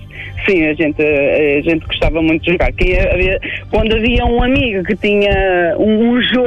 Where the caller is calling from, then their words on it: Pombal, Centro, Portugal; Sou da zona de Pombal.